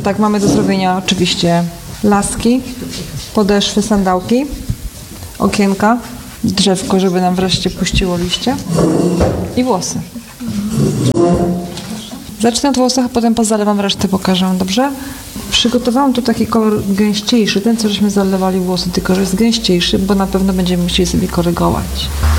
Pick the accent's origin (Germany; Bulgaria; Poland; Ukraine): Poland; Sędziszów Małopolski, Subcarpathian Voivodeship; jestem sędziszowa Małopolskiego spod Rzeszowa.